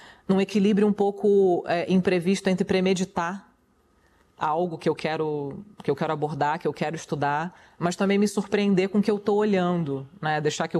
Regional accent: Petrópolis, Rio de Janeiro, Brazil; born there; eu nasci em Petrópolis, uma cidade que teve um papel, uma figura muito sinistra na época da ditadura

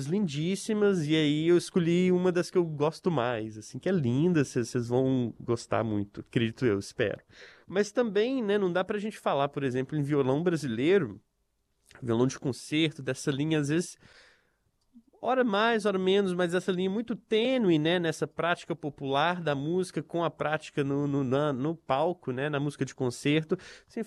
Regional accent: Prados, Minas Gerais, Brazil; born there; moved away; also born or lived in São João del Rei / Além Paraíba; eu sou de São João del Rei e nascido em São João del Rei, são joanense, mas cresci em Prados, ao lado.

